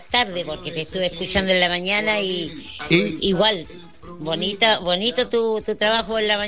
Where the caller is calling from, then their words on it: Coronel, Biobío, Chile; Y que estoy aquí de nuevo de regreso. Estaba desesperada por escucharte aquí en mi tierra, Coronel.